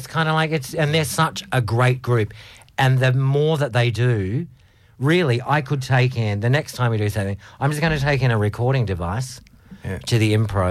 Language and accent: English; Tasmania, Australia; I grew up in Tasmania